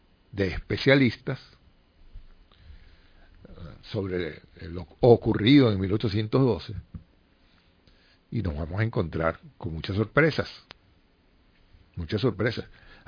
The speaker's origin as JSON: {"language": "Spanish", "country": "Venezuela"}